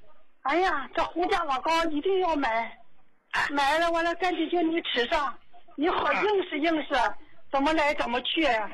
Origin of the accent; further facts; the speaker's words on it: Dalian, Liaoning, China; 我是大连的。我今年70岁。